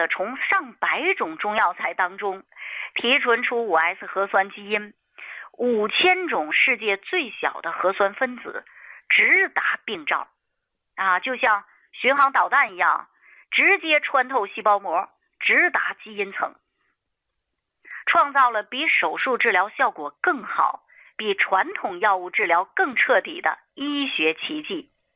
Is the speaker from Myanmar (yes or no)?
no; China; 但是，我不能那么做，因为我是中国人，我是黄种人。